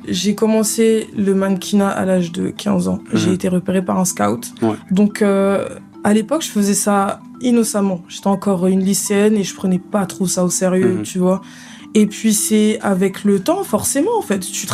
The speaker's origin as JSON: {"language": "French", "country": "DR Congo", "also_born_or_lived": "Paris", "said": "Ouais, je suis congolaise."}